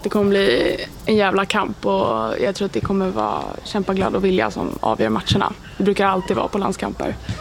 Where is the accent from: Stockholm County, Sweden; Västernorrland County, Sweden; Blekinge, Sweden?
Stockholm County, Sweden; Täby; born there; Jag spelar i Djurgården i Stockholm och född i Täby.